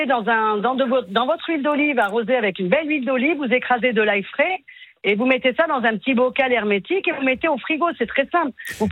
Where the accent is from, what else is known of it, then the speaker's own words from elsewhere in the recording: Italy; now in France; moi, je suis italienne. Donc, le basilic, chez nous, en Italie, on le met partout.